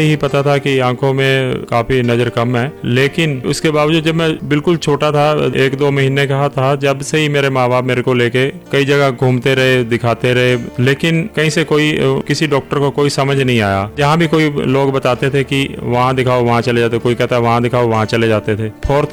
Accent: Kurukshetra district, Haryana, India; मेरा जन्म डिस्ट्रिक्ट कुरुक्षेत्र शाहबाद मारकंडा के पास गांव कलसाना है, वहाँ हुआ। और गांव में रहे

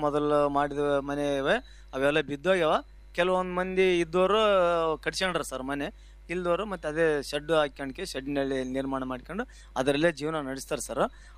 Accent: Hala Venkatapura, Karnataka, India; ನಮ್ಮೂರಲ್ಲಿ ಜನಸಂಖ್ಯೆ ಬಂದು 350-400 ಜನ ಇರ್ತಾರೆ ಸರ್.

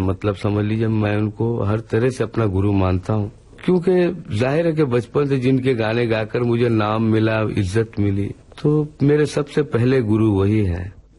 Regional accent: Kolkata, West Bengal, India; मैं कलकत्ते का ही हूँ, वहीं पैदा हुआ, पला बढ़ा, और बड़ा ही मजहबी किस्म का खानदान है हमारा, रिलीजियस टाइप, सादा लोग बिल्कुल

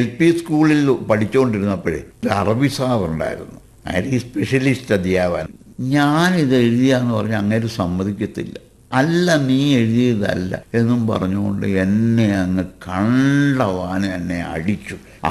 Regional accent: Onattukara, Kerala, India; born there

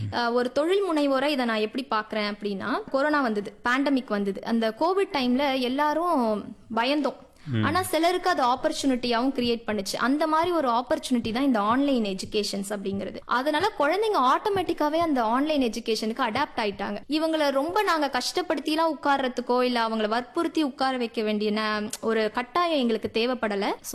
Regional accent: Puducherry, India; born there; என்னோட புதுச்சேரியில பிறந்ததுனால நம்மளுக்கு ஒரு அட்வான்டேஜ்

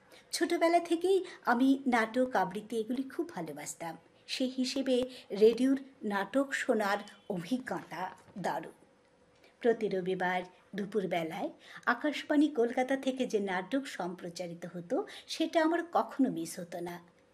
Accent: Belonia, Tripura, India; আমার জন্ম আমার বেড়ে ওঠা বিলোনিয়াতে। স্কুল কলেজ অর্থাৎ শৈশব থেকে যৌবন সবটাই আমার বিলোনিয়াতে।

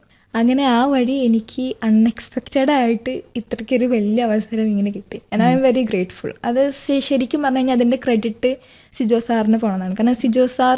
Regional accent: Kerala, India; ഞാൻ പറഞ്ഞു, ഞാൻ മലയാളിയാണ്, കണ്ടാൽ തോന്നിട്ടുണ്ടെങ്കിൽ എനിക്ക് ഹിന്ദി അറിയാം.

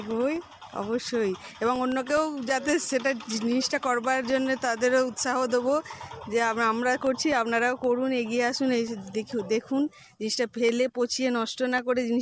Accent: Itachuna, West Bengal, India; আমি খন্নান ইটাচুনা থেকে আসছি, পান্ডা ব্লক।

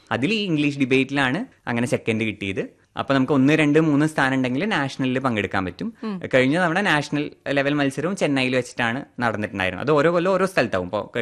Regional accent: Poolamanna, Kerala, India; born or raised there

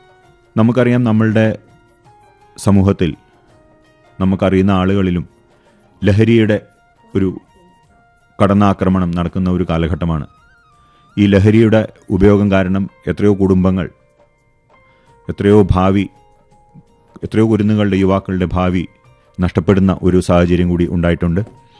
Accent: Melattur, Kerala, India

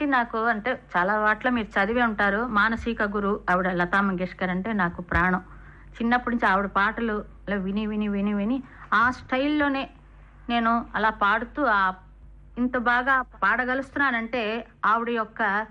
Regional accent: South India, India; born there; నేను సౌత్ ఇండియాలో పుట్టాను

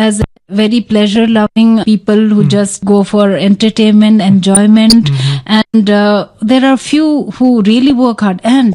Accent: Manipur, India; moved away; I'm from Manipur

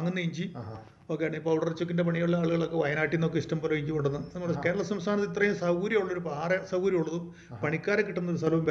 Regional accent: Rajakumari, Kerala, India; also born or lived in Kothamangalam; ഞങ്ങൾ രാജകുമാരിയിലേക്ക് കുടിയേറി വന്നതാണ്. ഞങ്ങൾ കോതമംഗലം ഭാഗത്തു നിന്ന് വന്നതായിരുന്നു.

